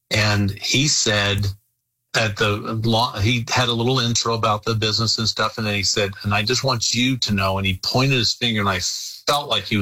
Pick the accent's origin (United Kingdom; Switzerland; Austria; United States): United States; Iowa; born there; also born or lived in Colorado; But growing up in Iowa, so I was born in Colorado, but really from third grade on, I grew up in Iowa, went high school, Iowa.